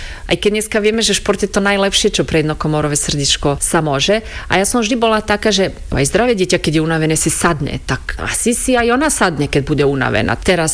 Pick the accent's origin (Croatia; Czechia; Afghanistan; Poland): Croatia; Slovak is a second language; now in Slovakia; ja ako Chorvátka z Chorvátska pri mori